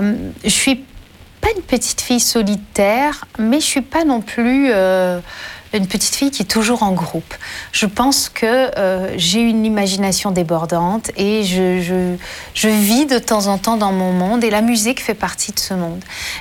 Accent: New Brunswick, Canada; Je suis du Nouveau-Brunswick. C'est ce qu'on appelle l'Acadie, comme dans la chanson de … C'est un endroit où il y a beaucoup d'anglophones, un peu de francophones, et je fais partie de ces peu de francophones.

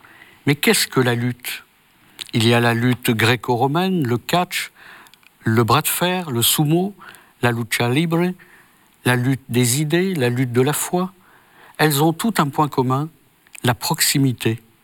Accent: Tourcoing, Hauts-de-France, France; born or raised there

